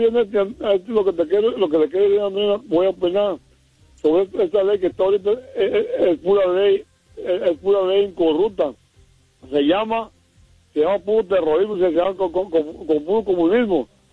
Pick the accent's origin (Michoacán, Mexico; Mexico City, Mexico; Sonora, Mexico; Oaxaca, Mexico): Michoacán, Mexico; porque soy mexicano, michoacano.